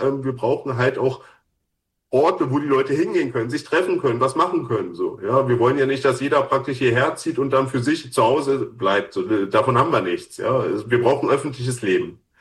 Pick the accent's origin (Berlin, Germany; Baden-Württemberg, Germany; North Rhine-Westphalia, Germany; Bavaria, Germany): Berlin, Germany; now in Tangermünde, Germany; als ich das erste Mal nach Tangermünde gekommen bin, ja, als Berliner